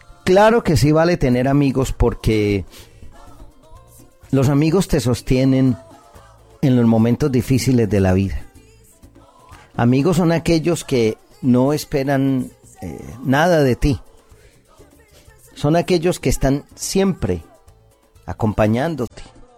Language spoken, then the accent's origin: Spanish; Colombia; en mi país, Colombia